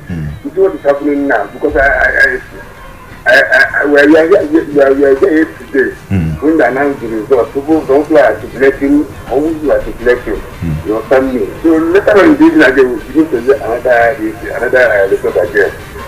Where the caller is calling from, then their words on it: Plateau, Nigeria; I'm calling from Plateau Rider.